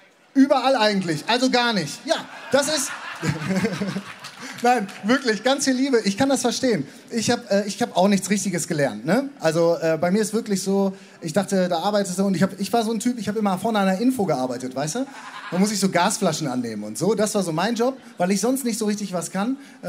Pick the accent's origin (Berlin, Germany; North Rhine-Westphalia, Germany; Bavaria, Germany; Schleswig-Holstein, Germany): North Rhine-Westphalia, Germany; ich komme aus dem Ruhrgebiet